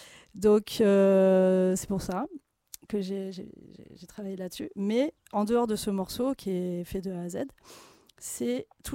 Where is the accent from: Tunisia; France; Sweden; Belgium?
France; Provence-Alpes-Côte d'Azur; born there; moved away as an adult; also born or lived in Brest, Brittany / Paris; Et après, on a déménagé dans le sud de la France, donc hier, avec mes parents. Et j'ai fait toutes mes études ici, à Aix aussi et Marseille. Mmh. Et je suis montée à Paris à l'âge de 20-21 ans